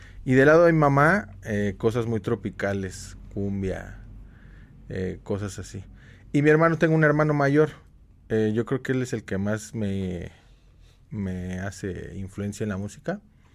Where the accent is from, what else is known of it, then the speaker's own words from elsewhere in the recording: Mexico City, Mexico; also born or lived in Cerro Prieto (colonia) / Simón Bolívar (colonia); Yo soy de la Romero Rubio